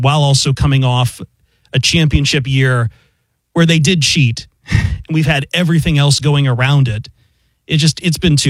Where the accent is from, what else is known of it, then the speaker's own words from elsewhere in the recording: Toledo, Ohio, United States; as you say, I grew up in Toledo